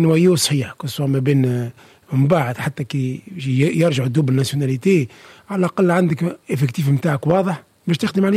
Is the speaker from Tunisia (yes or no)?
yes; Tunisia; للملاعبين عندنا في تونس.